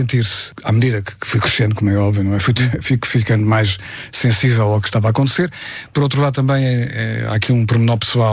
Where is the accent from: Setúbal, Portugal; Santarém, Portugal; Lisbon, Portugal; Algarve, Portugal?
Setúbal, Portugal; Corresponde de Setúbal, a minha cidade natal.